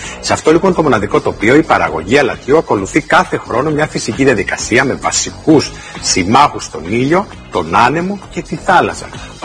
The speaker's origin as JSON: {"language": "Greek", "area": "Samos", "region": "North Aegean", "country": "Greece", "said": "τον τόπο μου, τη Σάμο"}